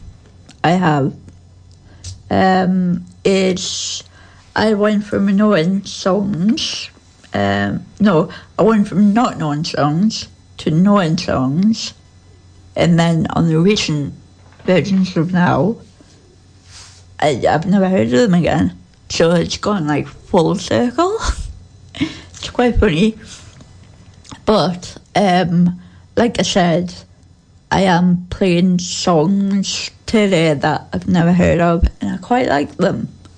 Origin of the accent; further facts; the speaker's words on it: Algeria; moved away; I grew up in Algeria